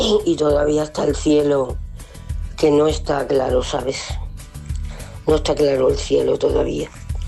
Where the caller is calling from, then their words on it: Escalona, Castilla-La Mancha, Spain; Soy … de Escalona.